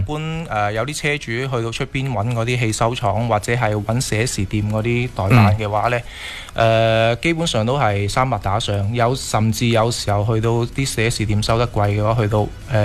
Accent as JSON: {"language": "Cantonese", "region": "Guangdong", "country": "China", "said": "对于我哋广东人嘅习俗嚟讲呢"}